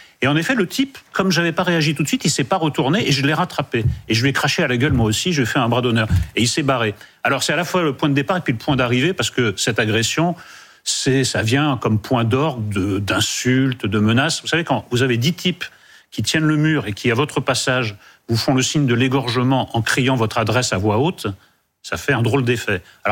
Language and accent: French; Bayonne, Nouvelle-Aquitaine, France; also born or lived in Germany / Paris; Non, moi je suis né en Allemagne. Comme souvent dans les familles militaires, on est à l'étranger.